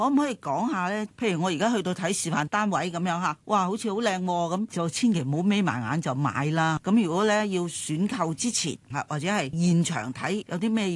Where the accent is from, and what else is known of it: Hong Kong